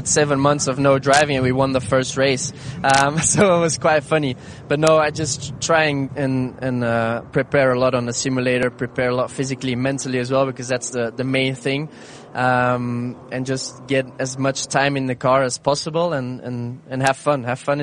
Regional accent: Belgium; It's my home country. It's my home race.

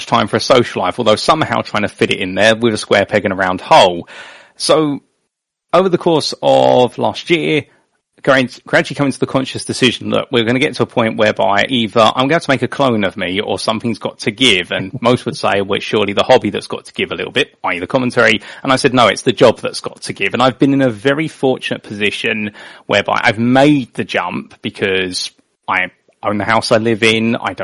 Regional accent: United Kingdom; born or raised there

